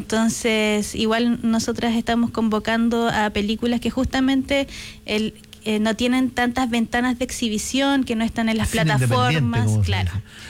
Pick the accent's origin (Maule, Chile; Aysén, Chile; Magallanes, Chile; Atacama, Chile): Aysén, Chile; Puyuhuapi; also born or lived in Valparaíso; en Puyuhuapi, que es de donde soy oriunda, de Lago Verde